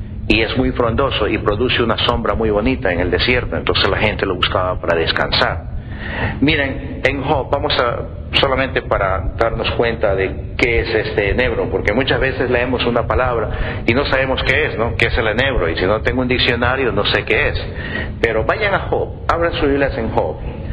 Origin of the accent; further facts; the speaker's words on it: Ecuador; Como dicen en mi país, Ecuador